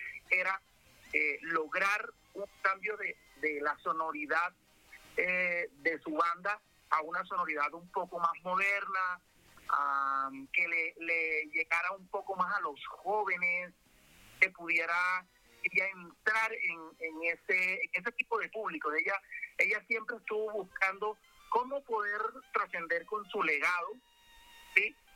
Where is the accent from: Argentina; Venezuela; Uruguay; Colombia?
Colombia; Cereté, Córdoba; now in Bogotá, Colombia; cuando yo salgo de Córdoba, de mi terruño, de Cereté, y vengo a Bogotá